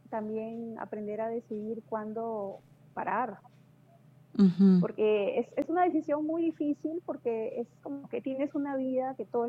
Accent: Peru; soy peruana, sí, mis raíces están acá, mi familia, mis mejores amigos.

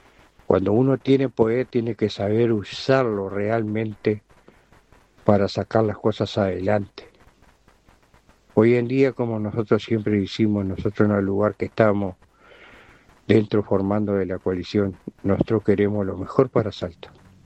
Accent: Salto, Uruguay; No somos políticos astrales, somos salteños que queremos sacar un salto adelante.

